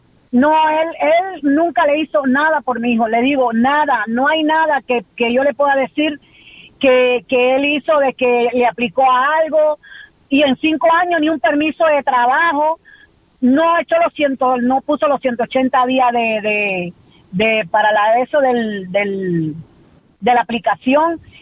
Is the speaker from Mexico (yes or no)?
no; Cuba; Él nunca le aplicó para el ajuste, porque soy cubana, nunca le aplicó para el ajuste.